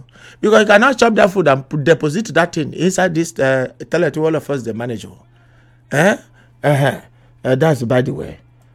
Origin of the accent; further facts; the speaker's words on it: Benue, Nigeria; Omo, I am from Benue. Our own is called Oko.